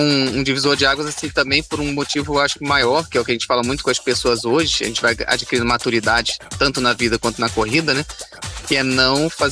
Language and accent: Portuguese; Rio de Janeiro, Brazil; eu, quando era mais jovem, como sou do Rio de Janeiro, eu fazia muita trilha